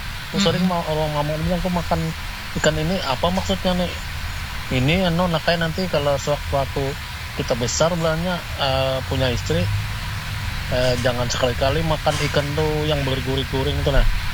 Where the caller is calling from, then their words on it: Banjar, South Kalimantan, Indonesia; kami orang Banjar